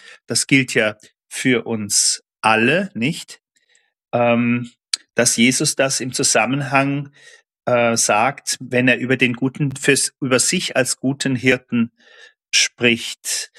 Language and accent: German; Saarbrücken, Saarland, Germany; born or raised there